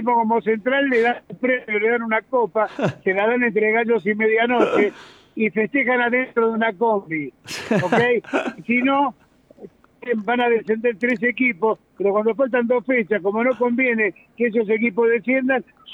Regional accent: Argentina; Y bueno, pero viste que somos originales los argentinos. Viste, tuvimos a Maradona.

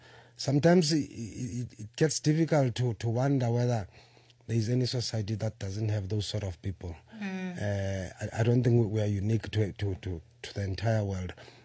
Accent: South Africa; moved away

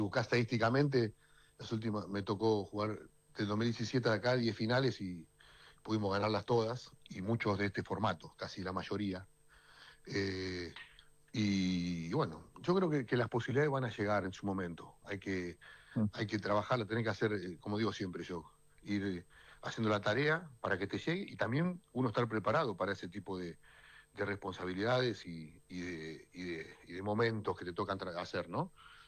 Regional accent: Argentina; Yo me siento muy, muy argentino y no sé.

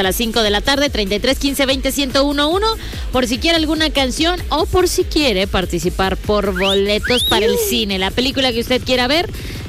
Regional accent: Mexico; soy mexicana

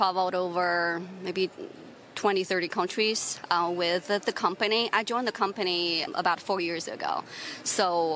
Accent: China; English is a second language; moved away as an adult; now in United States; my background was 22 years growing up in China and then 16 years in the U.S.

